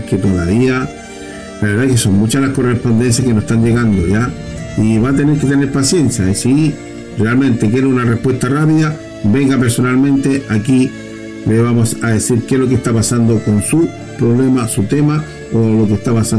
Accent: Maule, Chile; Bueno, yo soy chileno, soy del Maule y quiero que tengan toda la confianza

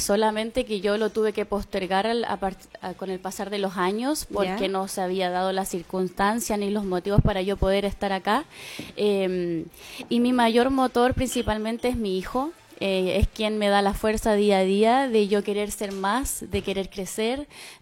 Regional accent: Retiro, Maule, Chile; Ay, Retiro, mi pueblo que tanto quiero y amo.

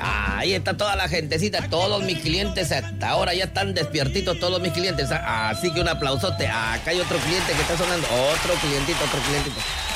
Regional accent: Morelia, Michoacán, Mexico; Ya, las mexicanitas, ya mexicanas, allá de mi pueblo, allá

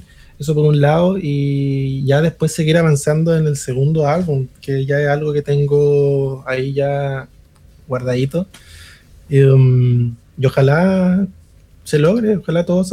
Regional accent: Tocopilla, Antofagasta, Chile; accent: northern Chilean (nortino); moved away as an adult; now in Santiago, Chile; en Santiago, yo fui nací y fui criado entre Antofa y Tocopilla, de hecho, que pasé gran parte de mi infancia en Tocopilla, y ya acá en Santiago llevo 2023, 24, 25, 26, casi 4 añitos acá

